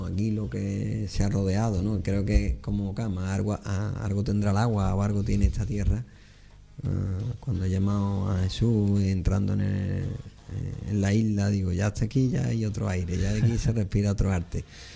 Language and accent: Spanish; Seville, Andalusia, Spain; Pero a la vez también soy de Sevilla, mi padre nació en Vejer de la Frontera y tengo aquí mucha familia